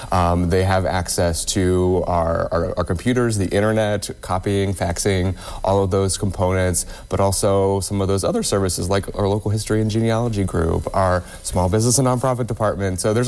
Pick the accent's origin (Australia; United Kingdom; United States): United States; Coldwater, Ohio; also born or lived in 419 area code, northwest Ohio; I actually spent most of my life so far in the 419. I was originally from a small town called Coldwater, Ohio.